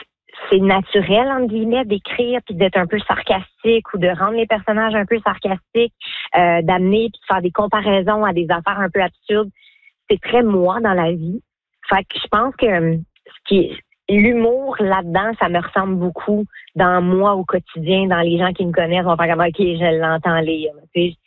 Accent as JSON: {"language": "French", "region": "New Brunswick", "country": "Canada", "said": "non, je viens de l'Acadie, du Nouveau-Brunswick."}